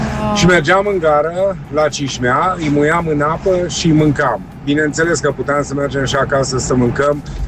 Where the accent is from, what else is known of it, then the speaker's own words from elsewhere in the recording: Târgu Mureș, Mureș County, Romania; am copilărit lângă Gara Mare din Târgu Mureș